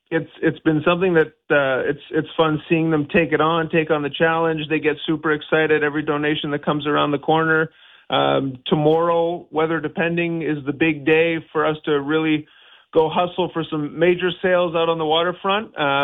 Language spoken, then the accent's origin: English; Ottawa, Ontario, Canada; I'm from the Ottawa area